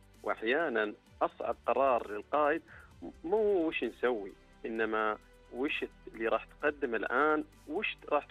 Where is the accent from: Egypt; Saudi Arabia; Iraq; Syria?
Saudi Arabia; وعندنا في المملكة العربية السعودية نموذج نشوفه كل عام في موسم الحج.